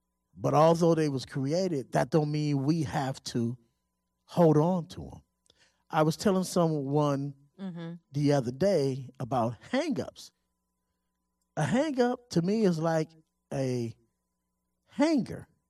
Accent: Pomona, California, United States; I have to give a shout out to the brother that was from my hometown of Pomona that went out in space.

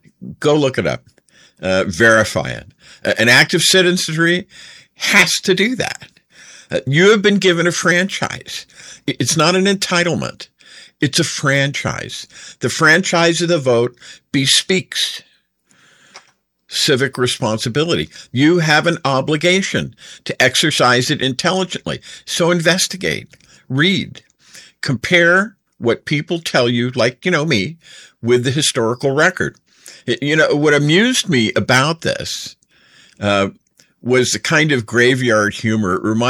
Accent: Northeast, United States; And I am from the Northeast, comparatively speaking.

